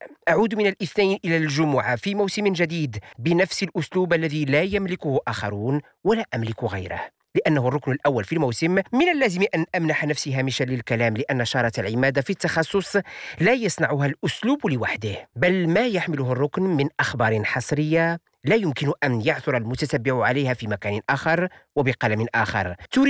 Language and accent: Arabic; Morocco; هذا الفيلم صور الجزء الأكبر منها عندنا في المغرب